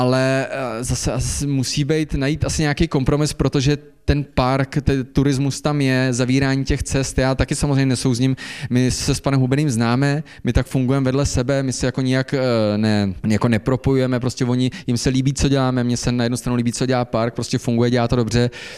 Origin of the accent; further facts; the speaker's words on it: Železná Ruda, Plzeň Region, Czechia; v okolo Železnorucka, odkud pocházím, a to jsou většinou hospodářský lesy